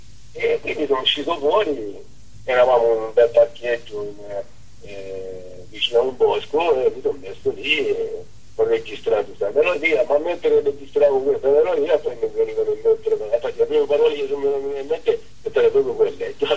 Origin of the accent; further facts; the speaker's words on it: Apulia, Italy; moved away; Io sono originario di Leviano, un piccolo paesino nella provincia di Lecce